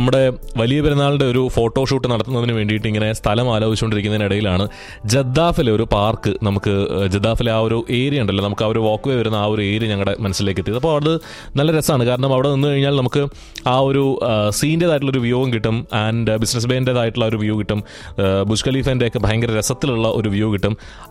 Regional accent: Kerala, India; ഇപ്പോൾ coming back from നമ്മുടെ കേരളത്തിൽ നിന്ന് വരുന്നവരായതുകൊണ്ട് തന്നെ

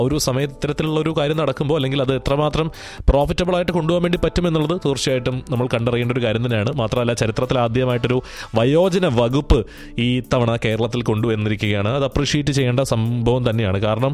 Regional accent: Kerala, India; നമ്മൾ ആശംസിക്കുകയാണ് ഒരു മലയാളി എന്ന നിലയിൽ.

